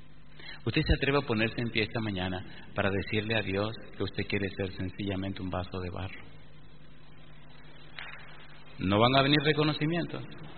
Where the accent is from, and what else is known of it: Dominican Republic